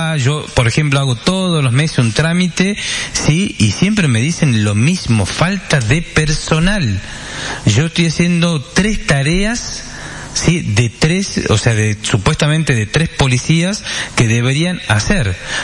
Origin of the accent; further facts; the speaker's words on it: Salta, Argentina; demográficamente somos más salteños